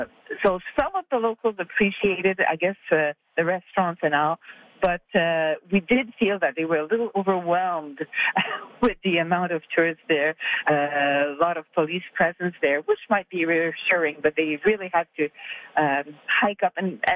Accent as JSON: {"language": "English", "region": "Quebec", "country": "Canada", "said": "From Quebec, from Canada."}